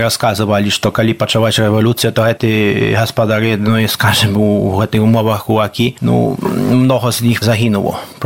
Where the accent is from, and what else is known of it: Podlaskie Voivodeship, Poland